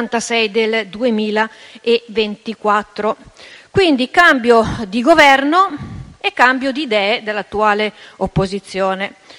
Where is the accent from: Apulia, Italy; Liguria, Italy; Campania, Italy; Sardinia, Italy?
Liguria, Italy; per quanto mi riguarda, da ligure